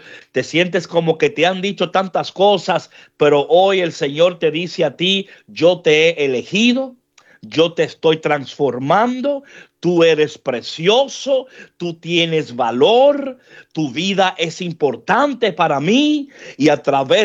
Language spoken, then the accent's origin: Spanish; New York, United States; yo me acuerdo cuando yo crecí en New York, a mí me encantaba jugar basketball.